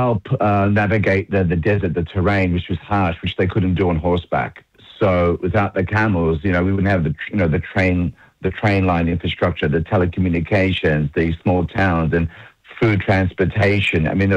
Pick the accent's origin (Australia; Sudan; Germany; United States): Australia; Melbourne, Victoria; I'm literally from Melbourne, and I came to Adelaide because I have some family here